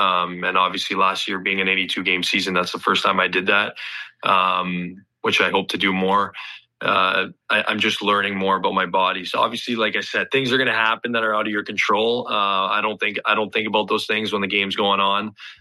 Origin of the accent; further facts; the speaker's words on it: Toronto, Ontario, Canada; moved away; being Canadian